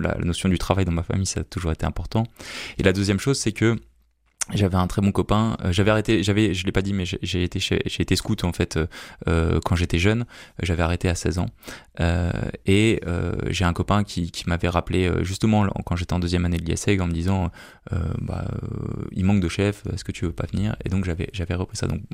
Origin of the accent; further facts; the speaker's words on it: Tourcoing, Hauts-de-France, France; Alors moi, j'ai grandi à Tourcoing, dans une famille qui avait des racines chrétiennes. J'ai été baptisé, j'étais à l'école catholique à Tourcoing, puis à Lille à Saint-Paul.